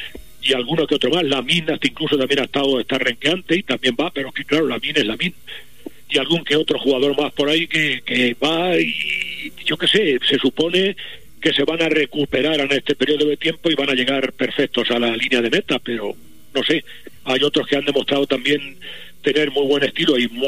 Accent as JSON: {"language": "Spanish", "country": "Spain", "said": "vivimos en España y somos españoles"}